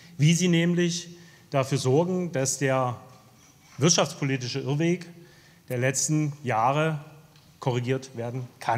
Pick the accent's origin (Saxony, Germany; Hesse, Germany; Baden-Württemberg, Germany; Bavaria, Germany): Saxony, Germany; Dresden; konnte ich ja zum Teil auch live erleben, als Dresdner